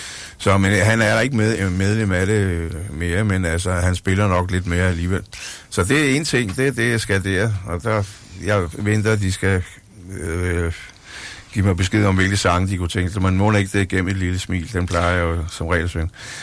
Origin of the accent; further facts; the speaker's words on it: Greve Strand, Zealand, Denmark; moved away as an adult; also born or lived in Rødovre, Denmark; now in Jutland, Denmark; Jeg er født i Rødovre, ude fra København. Og så er jeg vokset op ved Greve Strand.